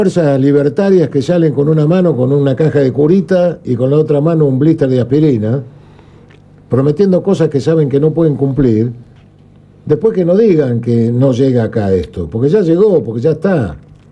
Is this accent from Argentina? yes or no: yes; Argentina